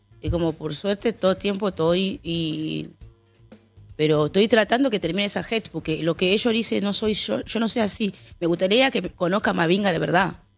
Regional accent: DR Congo; now in Argentina; está en mi país

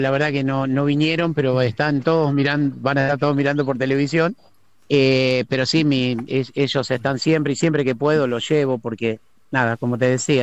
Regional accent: La Matanza, Buenos Aires Province, Argentina; soy veterano de guerra de ahí, ¿no? De La Matanza.

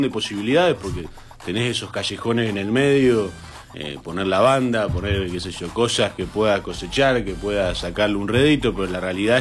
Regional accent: La Pampa, Argentina; somos de La Pampa

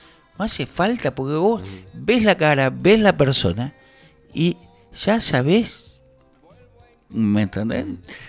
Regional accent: Argentina; después somos todos argentinos.

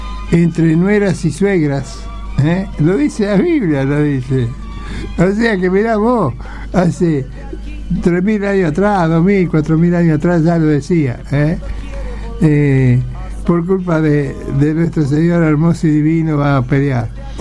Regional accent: Argentina; Somos todos argentinos

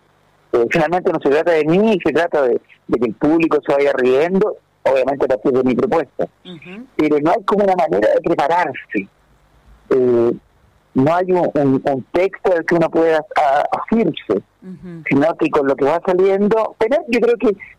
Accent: Chile; yo como chileno

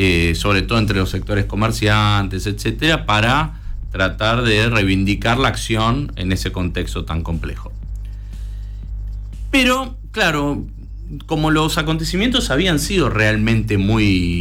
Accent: Argentina

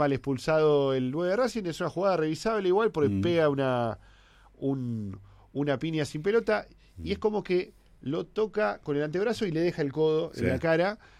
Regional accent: Buenos Aires Province, Argentina

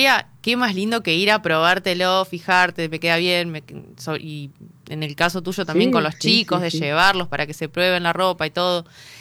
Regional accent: Paraná, Entre Ríos, Argentina; Todos los que crecimos en Paraná

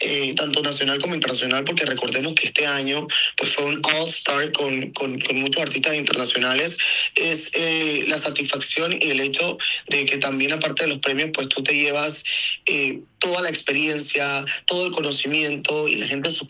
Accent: Panama; yo como panameño me siento más que orgulloso

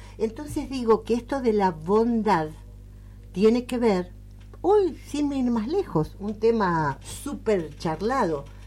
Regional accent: Argentina; Los argentinos somos bondadosos.

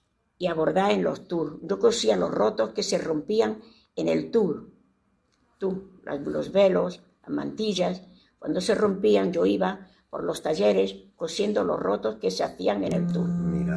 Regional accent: Granada, Andalusia, Spain; Yo soy de Granada.

